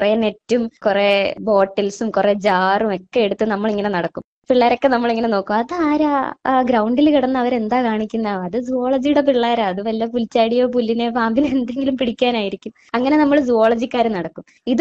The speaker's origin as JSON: {"language": "Malayalam", "town": "Thiruvananthapuram", "region": "Kerala", "country": "India", "said": "ഞാൻ നേമം തിരുവനന്തപുരം സ്വദേശിയാണ്."}